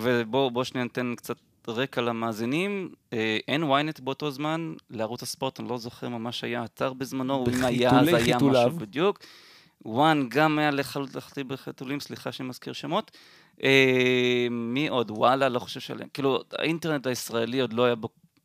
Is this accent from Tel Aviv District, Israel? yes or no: yes; Holon, Tel Aviv District, Israel; born there; also born or lived in Ra'anana; אני בן 40, גדלתי בחולון, אחר כך רעננה, תל אביב.